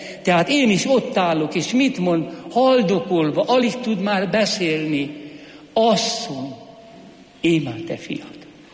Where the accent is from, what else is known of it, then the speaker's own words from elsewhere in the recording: Hungary; Én római katolikus vagyok, és magyar vagyok.